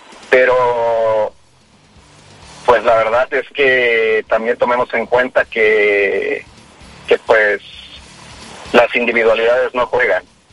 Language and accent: Spanish; Mexico